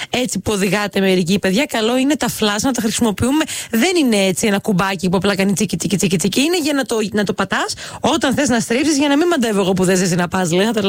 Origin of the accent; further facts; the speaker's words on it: Asiros, Central Macedonia, Greece; να στείλω τα φιλιά μου και στο χωριό μου στην Άσυρο.